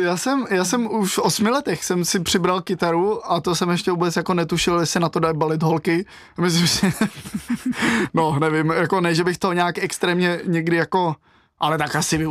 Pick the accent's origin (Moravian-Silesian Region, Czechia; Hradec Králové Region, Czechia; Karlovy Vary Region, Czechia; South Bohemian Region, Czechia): Hradec Králové Region, Czechia; Hradec Králové; vlastně až třeba v 16 nebo 17 letech jsem začal chodit na hodiny klavíru k úplně úžasnému jazzmanovi u nás v Hradci